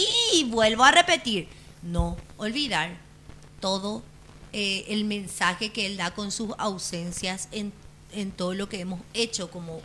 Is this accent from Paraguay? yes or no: yes; Paraguay